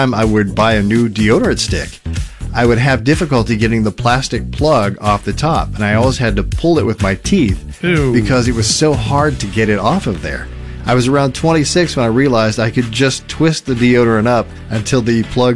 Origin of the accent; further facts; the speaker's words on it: the South, United States; In my hometown, there was an old fruit canning factory, and I lived in the South, so with our accents, it was always called the Cannon Factory.